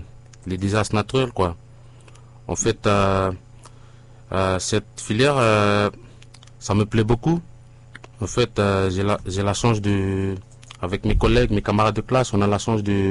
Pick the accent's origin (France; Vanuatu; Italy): Vanuatu; Santo, Sanma; Je suis originaire de Santo, dans le village de Porlerie. Je suis un étudiant à l'Université nationale de Vanuatu.